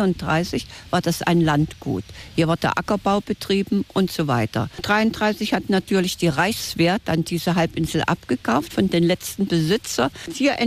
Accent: Germany; als Deutscher

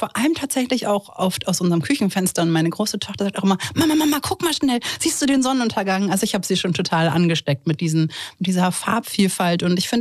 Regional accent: Germany

